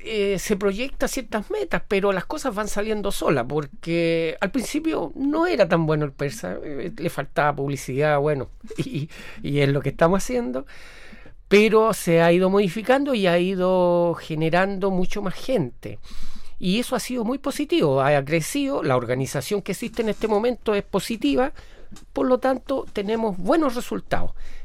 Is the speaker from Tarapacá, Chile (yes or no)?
no; Longaví, Maule, Chile; Yo soy de Las Motas.